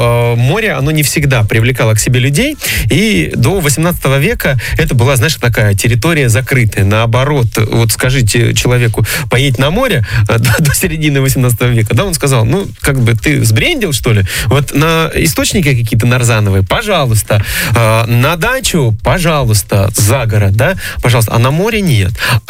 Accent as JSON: {"language": "Russian", "region": "southern Russia", "country": "Russia", "said": "Раз уж нас природа наградила, южан сразу двумя морями, пожалуйста, теплыми в России."}